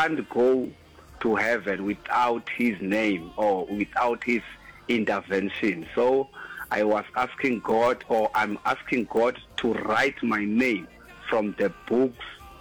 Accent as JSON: {"language": "English", "region": "Eastern Cape", "country": "South Africa", "tie": "born or raised there", "said": "I grew up in Eastern Cape, in a location that they call Qabekwane or Koso Forest. A saved man of God from AFM."}